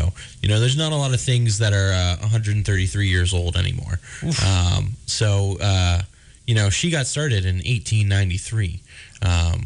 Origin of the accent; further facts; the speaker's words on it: Erie, Pennsylvania, United States; right here in my hometown